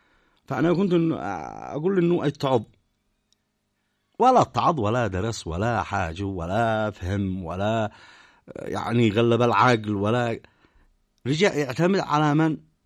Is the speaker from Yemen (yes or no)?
yes; Yemen; على بلادنا اليمن؟